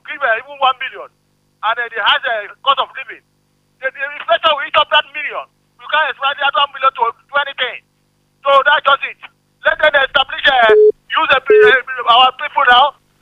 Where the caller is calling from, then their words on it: Nigeria; from Ishwakuku.